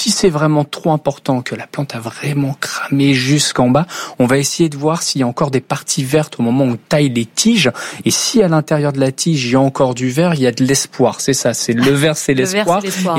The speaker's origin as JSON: {"language": "French", "region": "Normandy", "country": "France", "said": "Alors moi je suis normand, donc l'un ou l'autre, je sais jamais me décider."}